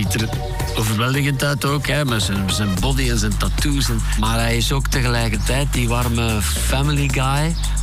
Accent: Belgium; wij zeker als Belgen.

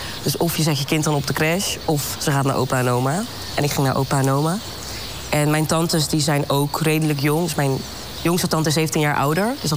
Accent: Rotterdam, South Holland, Netherlands; ik ben geboren en getogen in de mooiste stad van Nederland. Rotterdam.

